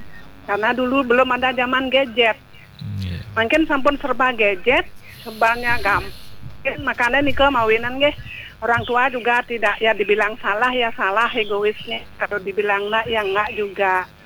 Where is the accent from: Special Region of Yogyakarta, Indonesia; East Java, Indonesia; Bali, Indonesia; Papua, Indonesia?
Bali, Indonesia; Pada umumnya niki kita orang Bali nggih terlalu ego manahan titi nggih.